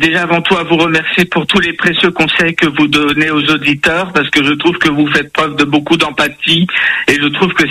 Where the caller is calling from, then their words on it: Strasbourg, Grand Est, France; j'habite sur Strasbourg en Alsace.